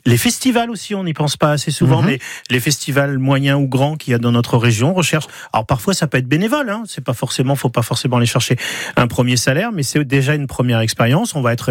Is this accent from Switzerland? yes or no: no; Provence-Alpes-Côte d'Azur, France; chez nous en Provence